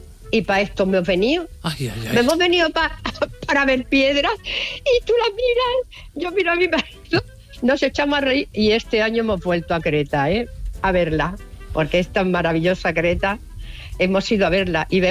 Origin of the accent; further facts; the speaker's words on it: Melilla, Spain; now in Cornellà, Spain; Hola, mira, soy de Melilla, ¿eh? Pero bueno, vivo en Cornellá.